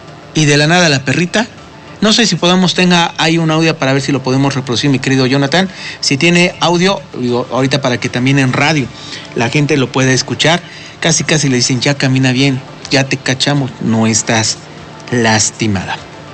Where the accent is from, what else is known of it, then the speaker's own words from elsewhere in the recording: Mexico; obviamente somos mexicanos, estamos en América.